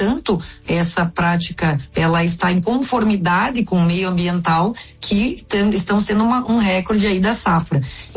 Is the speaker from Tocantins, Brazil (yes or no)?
no; Santa Catarina, Brazil; aqui no oeste de Santa Catarina, que é a região onde eu nasci e vivo